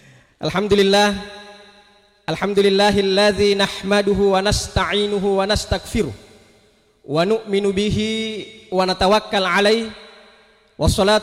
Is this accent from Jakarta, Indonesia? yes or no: no; South Sulawesi, Indonesia; kalau di kampung saya itu di Talak, di Bonto-Bonto